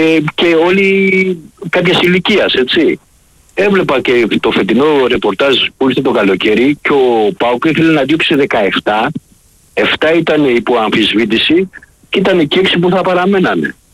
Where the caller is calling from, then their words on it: Peristeri, Attica, Greece; από Περιστέρι.